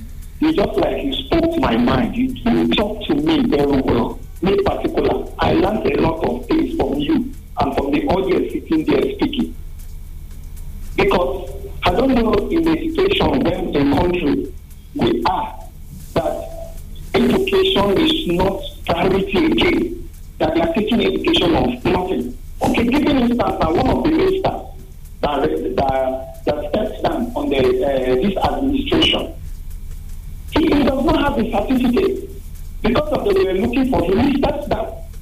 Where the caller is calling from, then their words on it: Asaba, Delta, Nigeria; I'm calling from Asaba.